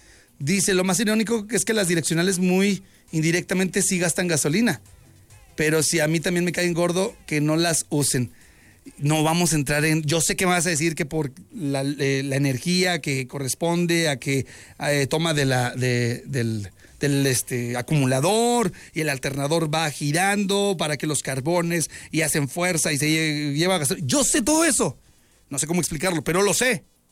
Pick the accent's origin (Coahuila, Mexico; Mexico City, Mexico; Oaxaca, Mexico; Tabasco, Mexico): Coahuila, Mexico; Saltillo; ¿Ya vio cómo somos los de Saltillo?